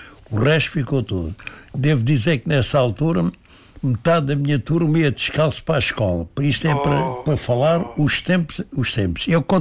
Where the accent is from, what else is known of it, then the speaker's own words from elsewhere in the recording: Ferragudo, Algarve, Portugal; Sou de Fregudo, do Conselho de Lagoa